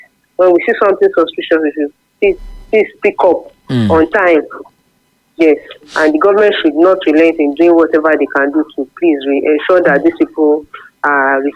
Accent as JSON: {"language": "English", "town": "Ibadan", "region": "Oyo", "country": "Nigeria", "said": "Yes, sir. … from Ibadan."}